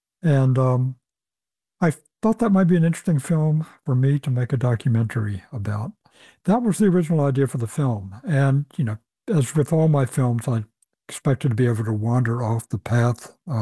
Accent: the South, United States; I grew up in the South and it's a land where people tell stories

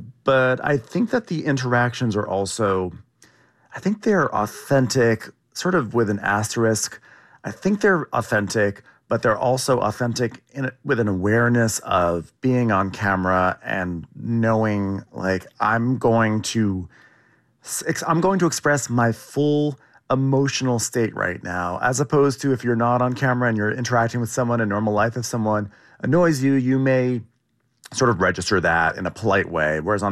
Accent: New York City, New York, United States; I'm a New Yorker

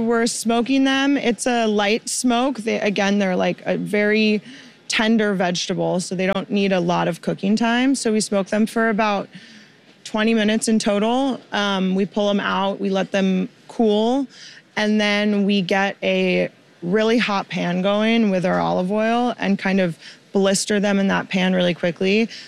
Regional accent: California, United States; also born or lived in England; I was born in England and my entire family is British. And we moved over here when I was about 2. So I really grew up in California, but constantly going back to the UK.

